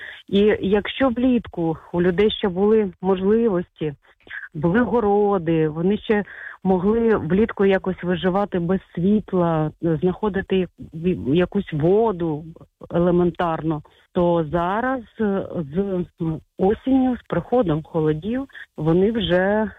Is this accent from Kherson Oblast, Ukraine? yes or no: yes; Kherson, Kherson Oblast, Ukraine; also born or lived in Left bank of the Dnipro, Kherson Oblast; я на лівобережжі народилася, зростала в Херсоні